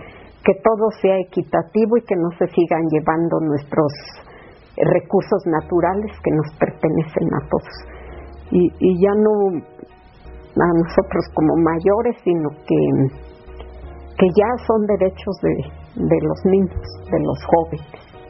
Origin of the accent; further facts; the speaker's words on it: Mexico; Porque amamos nuestro país. Porque somos mexicanos